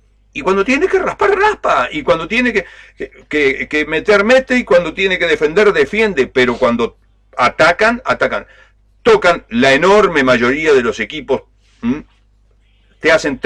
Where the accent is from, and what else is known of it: Uruguay